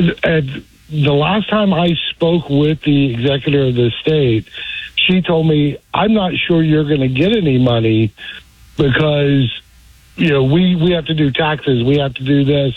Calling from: Clearwater, Florida, United States; Clearwater.

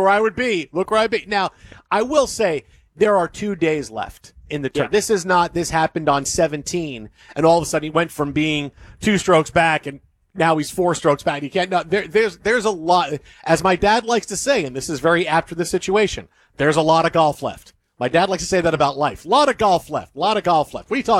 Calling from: Sioux Falls, South Dakota, United States

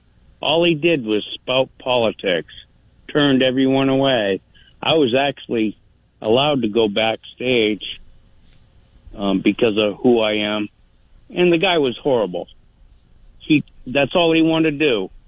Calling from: Freeport, Maine, United States; I'm from Freeport. I'm part of the Beans thing. Not family or nothing. But I was known as

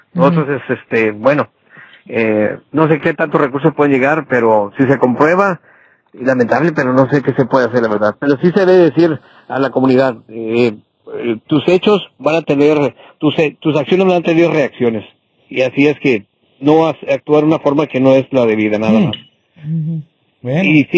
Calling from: Escobedo, Nuevo León, Mexico; desde Escobedo, Nuevo León, para todo el mundo.

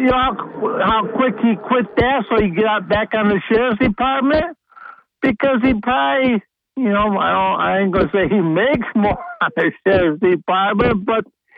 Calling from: Chenango Forks, New York, United States; in Shenango Forks.

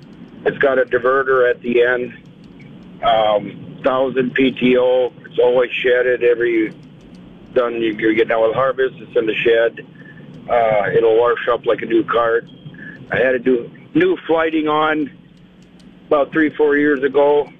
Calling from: Corsica, South Dakota, United States; from Corsica.

